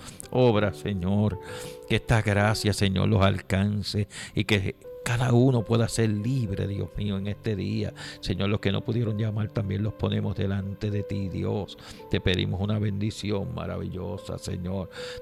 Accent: Aguadilla, Puerto Rico; Aguadilla, ese es mi pueblo

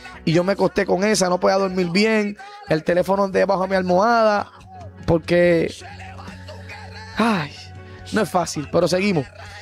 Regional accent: Puerto Rico; Pero yo, como puertorriqueño

